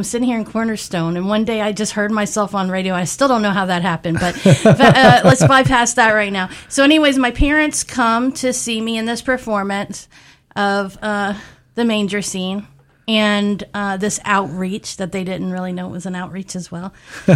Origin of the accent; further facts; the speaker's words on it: New Orleans, Louisiana, United States; Yeah, so I come from New Orleans, Louisiana.